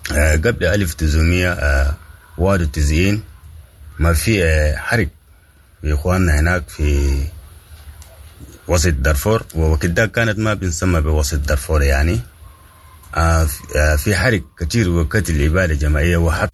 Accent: Sudan; نحن سودانيين وأفارقة

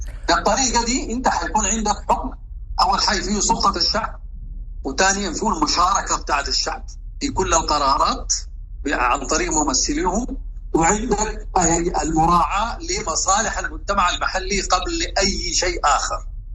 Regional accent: Sudan; نحن عندنا في السودان

